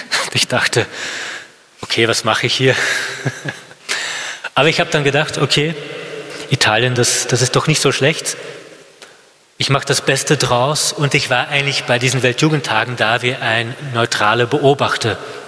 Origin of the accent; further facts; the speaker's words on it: Flanders, Belgium; first language French; German is a second language; moved away; Französisch, ehrlich, meine Muttersprache, aber ich bin in Flandern mit Flämisch aufgewachsen, auch in der Schule.